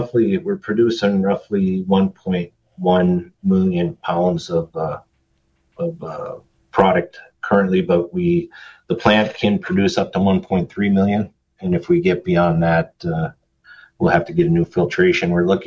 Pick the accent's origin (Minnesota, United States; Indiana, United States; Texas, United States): Minnesota, United States; Cohasset; I grew up in Cohasset